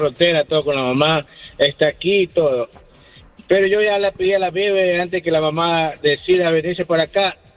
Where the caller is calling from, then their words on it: Ecuador; el problema es que somos de Ecuador.